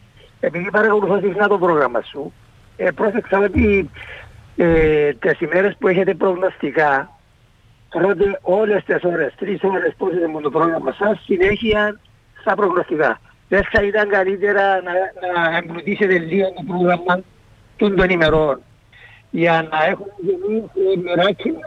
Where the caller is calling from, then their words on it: Famagusta, Famagusta District, Cyprus; και είμαι από τη Μαρωσίνη